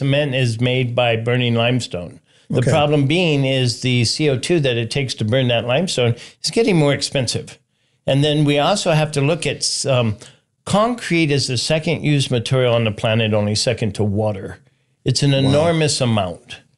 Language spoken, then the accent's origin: English; Puerto Rico; I grew up in Puerto Rico. We have a fort that was made over 900 years ago.